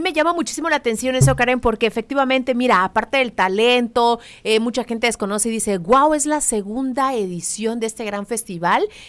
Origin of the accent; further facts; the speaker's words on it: Mexico; como buen mexicano, no dejemos todo al último.